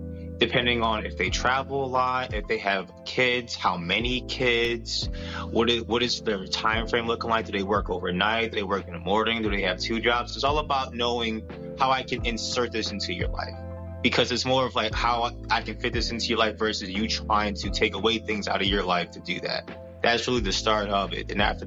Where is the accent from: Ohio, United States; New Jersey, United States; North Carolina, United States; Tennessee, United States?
New Jersey, United States; I actually grew up in New Jersey. I grew up in New Jersey practically my whole life